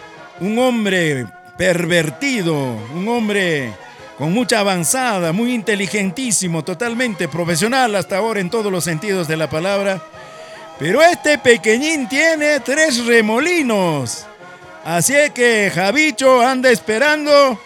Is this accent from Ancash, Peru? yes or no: yes; Ancash, Peru; Somos lugareños, somos del Callejón de Huayla, somos entre Collahuasi, entre Huaripampa y Olleros.